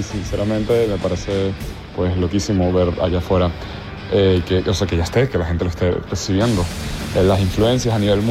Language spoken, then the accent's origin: Spanish; Venezuela; now in Spain; yo, como persona venezolana